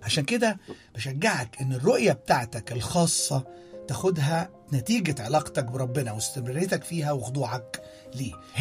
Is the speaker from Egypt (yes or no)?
yes; Egypt; زمان والدي كان بياخدني نشرب عصير قصب، المشروب دوت مشهور جدا عندنا في مصر. أنا كان عندي ساعتها 7 أو 8 سنين